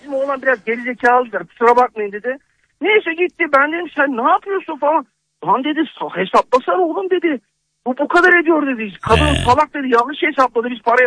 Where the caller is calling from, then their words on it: Istanbul, Turkey; Biz İstanbul'dan, Avcılar'dan